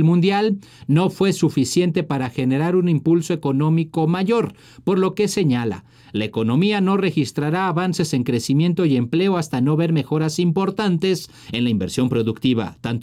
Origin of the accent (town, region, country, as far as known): Mexico